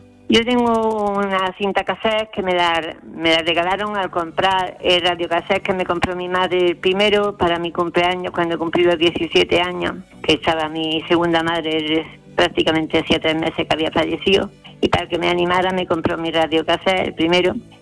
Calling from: Loja, Andalusia, Spain; buenas noches desde Loja

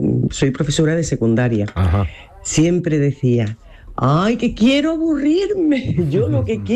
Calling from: Córdoba, Andalusia, Spain; de Córdoba. Pues yo estoy ya jubilada

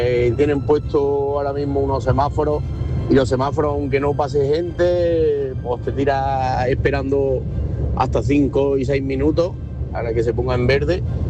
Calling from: Montemayor, Andalusia, Spain; Mi pueblo es Montemayor, en Córdoba.

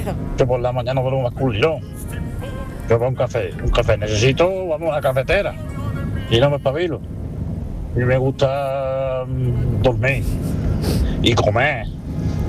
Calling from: Córdoba, Andalusia, Spain; Hablo de Córdoba.

